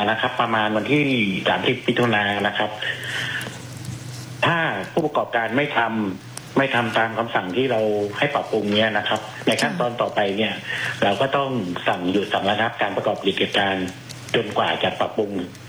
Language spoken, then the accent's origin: Thai; Narathiwat, Thailand; now in Chonburi, Thailand; มาจากนราธิวาสครับ